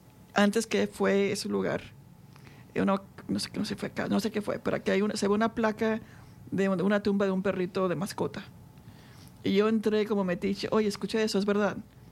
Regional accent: Mexico; yo soy súper orgullosa de México cuando por ley dio derecho a parejas de mismo sexo casarse. Y ahora. Uh-huh. Y México, igual que los demás, somos súper católicos.

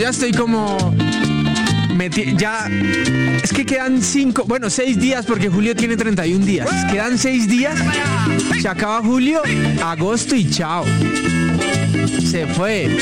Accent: Colombia

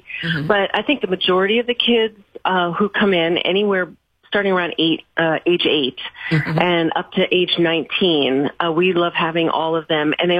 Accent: New York, United States; Plus, I'm from New York. So I really, you know, I'm magnetized to that type of area and those stories

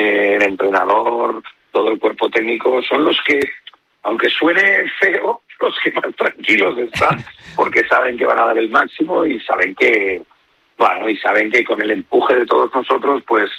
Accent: Madrid, Community of Madrid, Spain; yo soy de Madrid

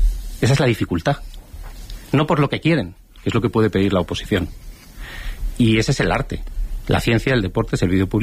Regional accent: San Sebastián, Basque Country, Spain; now in Madrid, Spain; Tú y yo somos de Donosti, pero llevamos ya muchísimos años en Madrid.

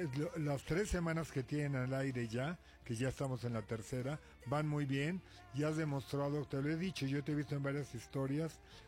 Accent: Mexico; yo como mexicano

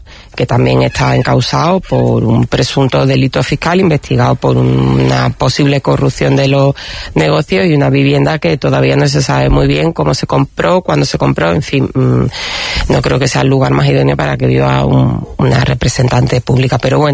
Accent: Andalusia, Spain; yo que soy andaluza

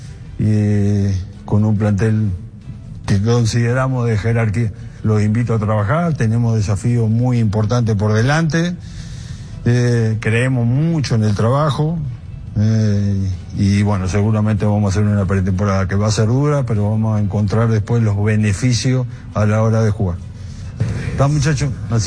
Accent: Uruguay; Bueno, somos uruguayos, toda una vida dedicado al fútbol, prácticamente de los 8 o 9 años.

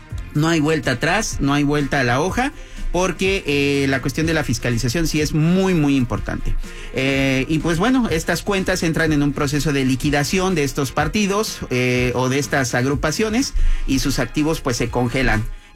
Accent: Mexico

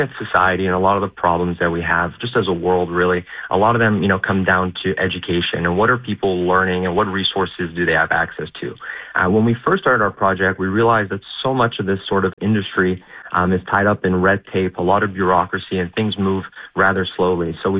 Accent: Montreal, Quebec, Canada; I was born and raised in Montreal.

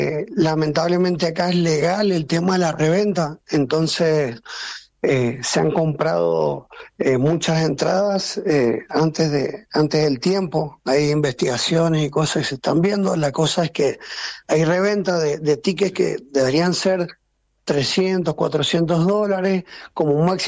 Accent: Mendoza, Argentina

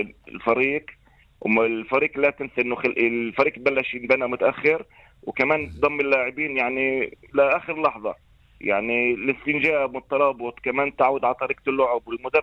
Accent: Musmus, Haifa District, Israel; انا من قريه مصنف.

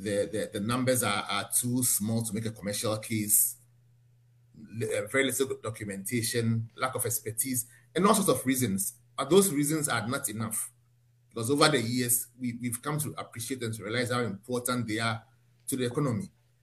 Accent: Ghana

